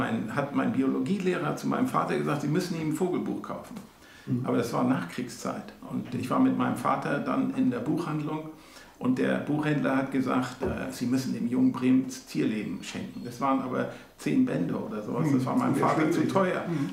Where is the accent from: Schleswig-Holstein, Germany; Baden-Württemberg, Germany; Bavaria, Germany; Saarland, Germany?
Schleswig-Holstein, Germany; Kiel; now in Uckermark, Germany; Also ich bin in Kiel aufgewachsen